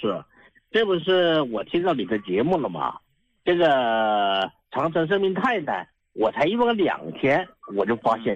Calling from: Guizhou, China; 我是贵州的朋友嘛

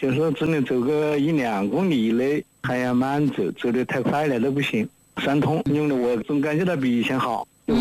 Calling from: Hanchuan, Hubei, China; 哎，我就在汉川城关的。

